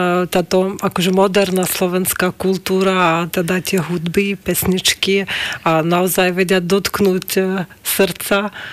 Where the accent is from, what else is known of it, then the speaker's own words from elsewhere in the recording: Dnipro, Dnipropetrovsk Oblast, Ukraine; Slovak is a second language; moved away as an adult; now in Slovakia; v mojom rodnom meste Dnipro